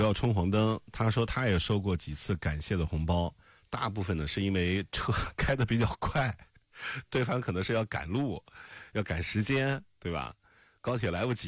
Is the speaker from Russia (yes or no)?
no; China; 我们中国人好像对3没有什么忌讳吧。